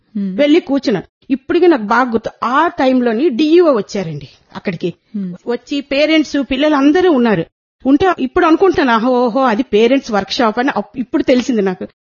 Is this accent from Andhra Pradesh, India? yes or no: yes; Visakhapatnam, Andhra Pradesh, India; నాది వైజాగ్.